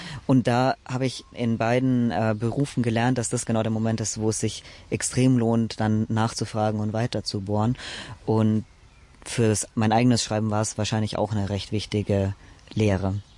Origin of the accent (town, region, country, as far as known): Germany; born or raised there